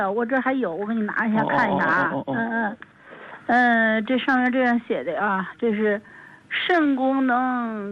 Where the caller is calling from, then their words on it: Beijing, China; 我是北京石景山的啊。